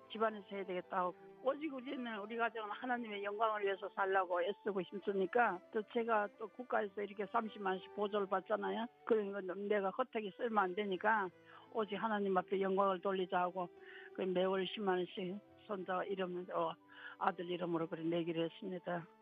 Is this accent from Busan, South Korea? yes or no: no; Seongju County, North Gyeongsang, South Korea; 고향은 경상북도 성주군 벽지면이에요. 사면 많이 나오는 거기. 저는 클 때부터 동네에 가면 교회가 조그만 데 있었어요.